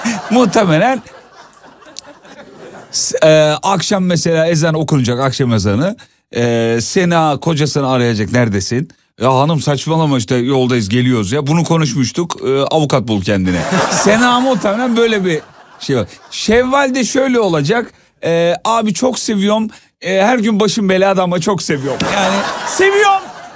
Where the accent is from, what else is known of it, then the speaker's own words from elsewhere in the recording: Erzurum, Turkey; Bizim yörelerin Erzurum yöresine ait bir eserdi.